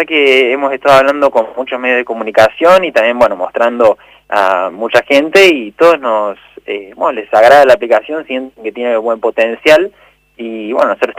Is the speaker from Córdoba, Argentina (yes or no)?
yes; Córdoba, Argentina; como somos oriundos de Córdoba